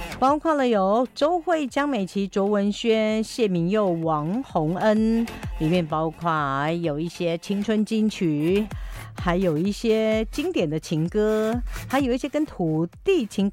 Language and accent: Chinese; Hualien, Hualien County, Taiwan; born or raised there